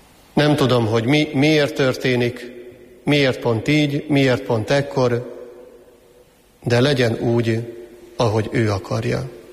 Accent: Hungary; számunkra, ma élő magyar katolikus keresztények számára

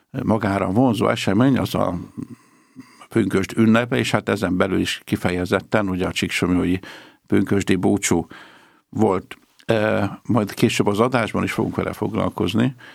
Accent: Domonyvölgy, Pest, Hungary

